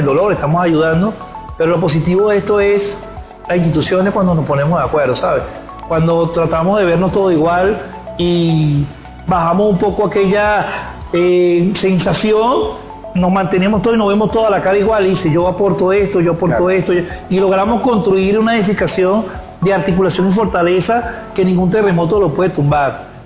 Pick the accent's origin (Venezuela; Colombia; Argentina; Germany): Venezuela; uno como venezolano, como funcionario